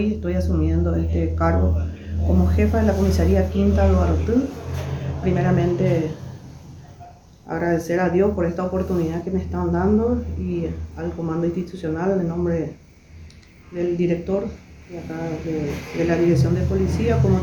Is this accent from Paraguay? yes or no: yes; Guairá, Paraguay; also born or lived in Asunción; yo soy guaireña y en el 2020 era que volví de Asunción y estoy prestando de vuelta servicios acá.